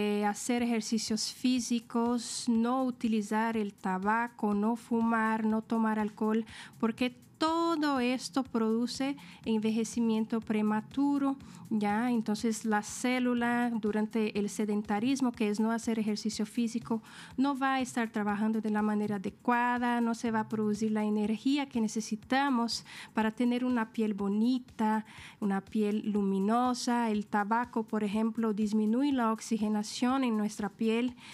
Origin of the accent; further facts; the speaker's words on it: São Paulo, Brazil; moved away as an adult; now in Santa Cruz de la Sierra, Bolivia; Soy de Brasil, San Paulo, pero vivo hace 9 años en esta ciudad maravillosa